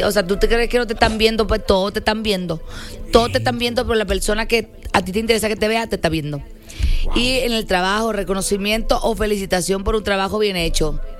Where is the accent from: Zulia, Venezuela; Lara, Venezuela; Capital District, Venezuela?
Capital District, Venezuela; Caracas; moved away; la venezolana de Caracas. Pero ahorita vivo aquí en Lindepe.